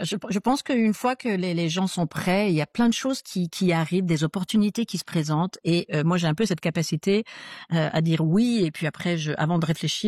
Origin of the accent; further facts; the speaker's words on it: Normandy, France; moved away as an adult; now in Adelaide, Australia; Moi je suis de Normandie